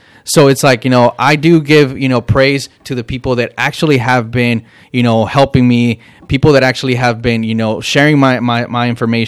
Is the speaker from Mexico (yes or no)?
yes; Mexico; moved away; also born or lived in United States; I'm also Mexican. I was raised in Mexico.